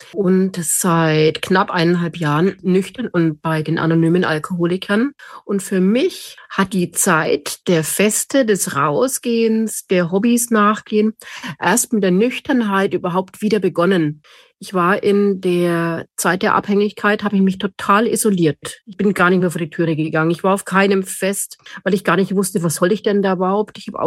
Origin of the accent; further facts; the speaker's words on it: Bavaria, Germany; Bei uns in Bayern, in Franken, gibt es ganz, ganz viele Kirchweihen, wo man hingeht und was auch wirklich Spaß macht.